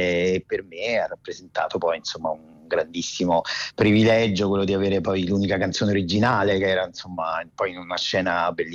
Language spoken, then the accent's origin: Italian; Caserta, Campania, Italy; now in Rome, Italy; io sono di Caserta, anche se insomma vivo a Roma da tanto tempo, poi ho vissuto fuori anche dall'Italia